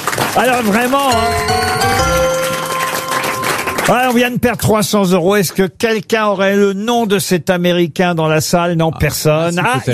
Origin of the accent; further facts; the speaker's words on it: France; Faut dire qu'il n'est pas l'auteur le plus connu chez nous en France.